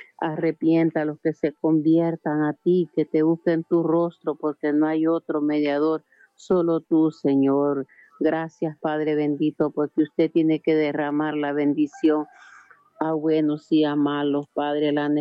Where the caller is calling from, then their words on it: Choluteca, Honduras; La Picota Choluteca